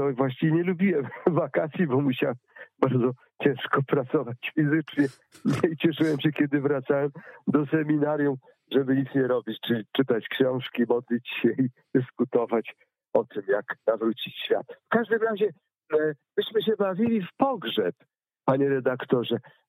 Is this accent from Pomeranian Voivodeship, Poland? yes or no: yes; Pomeranian Voivodeship, Poland; mogłem zwiedzać mój rodzinny kraj, Kaszuby.